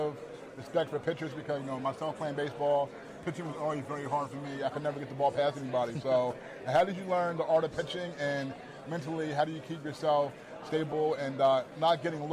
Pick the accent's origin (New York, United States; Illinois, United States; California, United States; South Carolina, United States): New York, United States; I'm from New York.